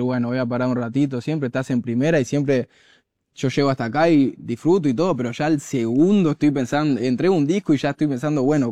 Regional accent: Buenos Aires, Argentina; Yo siempre fui como de ahí, me daba hasta coraje venir a Palermo, ¿viste? Era como yo soy de la Comuna 4 y ya fue.

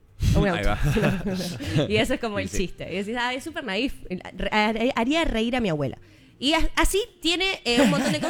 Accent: San Miguel, Buenos Aires Province, Argentina; born there; Nací en San Miguel

